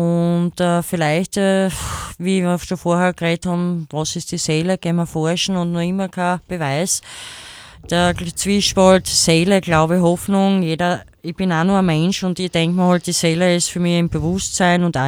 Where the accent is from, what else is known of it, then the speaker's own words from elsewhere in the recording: Wolfsberg, Carinthia, Austria; born there; ich bin halt ein Kärntner, ne, in Wolfsberg geboren.